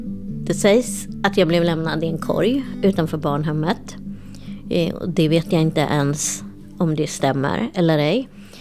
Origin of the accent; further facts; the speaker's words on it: Sweden; also born or lived in India; Ja, jag svarade att jag var adopterad från Indien. Sen fick jag ju många frågor om jag trivdes, hur det var här i Sverige. Men jag hade ju inget att jämföra med.